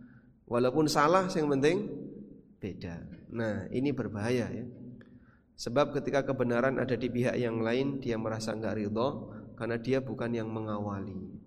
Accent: Lamongan, East Java, Indonesia; moved away as an adult; now in Yogyakarta, Indonesia; Saya yang aslinya dari Lamongan sampai SMA lulus

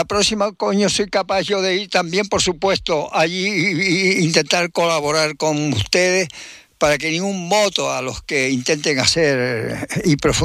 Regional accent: Guatiza, Canary Islands, Spain; born there; Yo nací en Guatiza

